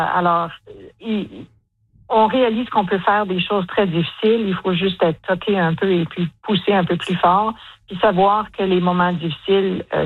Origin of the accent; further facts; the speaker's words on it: Ottawa, Ontario, Canada; moved away as an adult; now in Vancouver Island, Canada; On a grandi à Ottawa, mais on a passé toute notre vie adulte ici sur l'île de Vancouver.